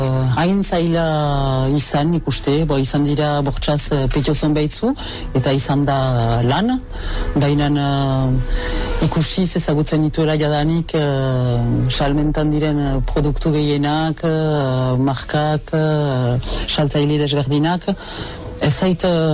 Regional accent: Nouvelle-Aquitaine, France; Sortzez amizkustara naiz

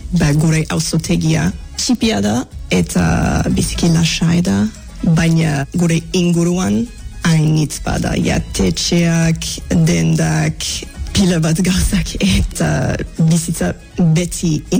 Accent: Toronto, Ontario, Canada; Basque is a second language; moved away as an adult; now in Bayonne, France; Toronton sortu nintzen, eta Toronto Kanadako hiri handiena da, handia da. 3 milioi biztanle badira, beraz niretzat Euskal Herrira, etori pixkat bitxia izan zen

